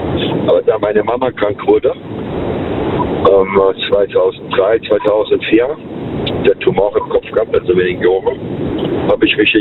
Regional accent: Worms, Rhineland-Palatinate, Germany; born there; Und ich bin zwar in Worms geboren, meine Eltern sind Sizilianer oder Emigranten gewesen damals.

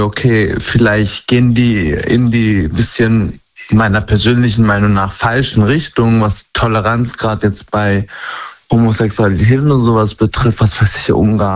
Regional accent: Baden-Württemberg, Germany; also ich komme ja aus dem Schwabeländle, da kann ich auch Schwäbisch schwätzen mit den Leuten

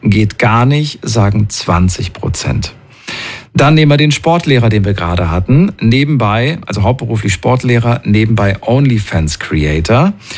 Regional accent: Thuringia, Germany; Früher, bin ja aus Thüringen und so weiter. Und da war FKK ganz normal, ne, in der ehemaligen DDR.

